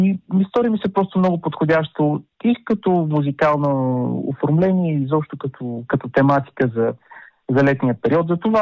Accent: Burgas, Burgas Province, Bulgaria; now in London, United Kingdom; да съм си в България, разбира се август месец, тъй като аз съм родом от Бургас.

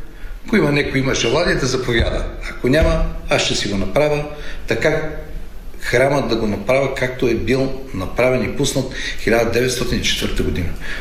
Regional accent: Vidin, Vidin Province, Bulgaria; born there; като роден в Мала Кутовица

